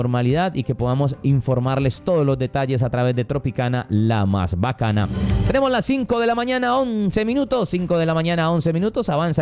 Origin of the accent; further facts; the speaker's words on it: Cali, Valle del Cauca, Colombia; Y como caleños, lejos de todo lo que tenga que ver con el tema pues político